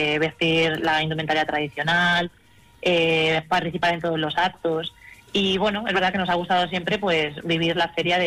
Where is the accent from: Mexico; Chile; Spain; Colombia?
Spain; Albacete, Castilla-La Mancha